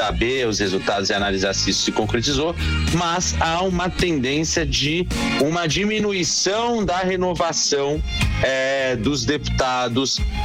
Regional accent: São Paulo, Brazil; o Rio de Janeiro, ele, se eu comparo com São Paulo de onde eu, com São Paulo de onde eu sou, a gente não tem essa Assembleia Legislativa tão movimentada como a do Rio de Janeiro

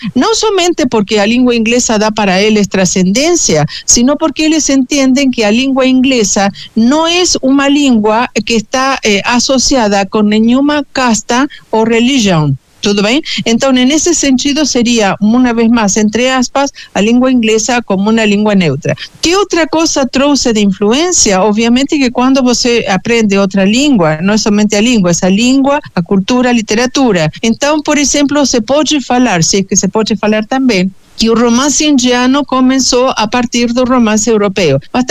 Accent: Argentina; Portuguese is a second language; now in Brazil; eu, quando vim morar no Brasil, eu sou argentina

